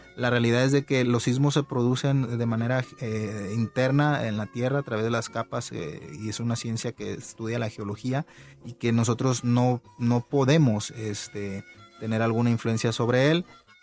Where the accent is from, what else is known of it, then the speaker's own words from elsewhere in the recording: Mexico; creo que como mexicanos tuvimos acceso muy rápidamente a la información, a videos, a testimonios de la gente